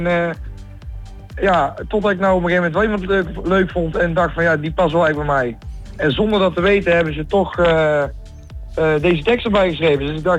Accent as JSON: {"language": "Dutch", "region": "North Brabant", "country": "Netherlands", "said": "we komen uit het mooie Brabant."}